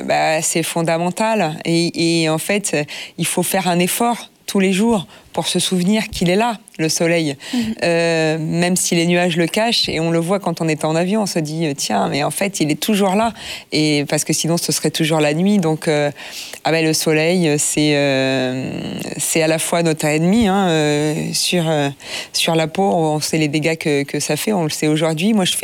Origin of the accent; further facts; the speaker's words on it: Southern France, France; now in Paris, France; Je viens du Sud et par tous les chemins, j'y reviens.